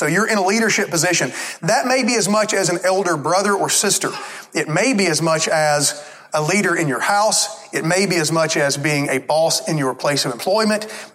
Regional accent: Alabama, United States; I know I grew up in Alabama.

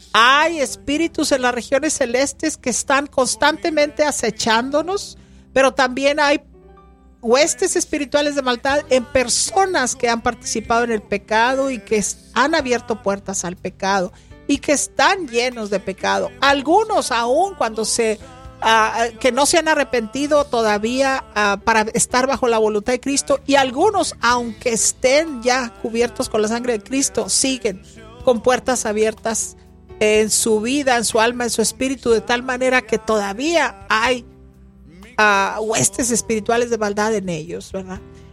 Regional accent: United States

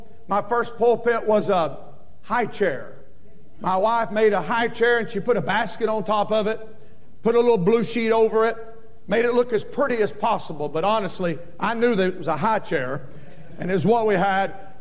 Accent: the South, United States; now in Maine, United States; I'm from the South. I left the South 26 years ago. I found out real quick that my first message in Maine didn't have a lot of material.

